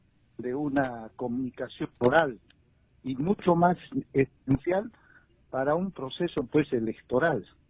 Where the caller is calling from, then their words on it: Quillabamba, Cusco, Peru; desde la ciudad de Quillabamba.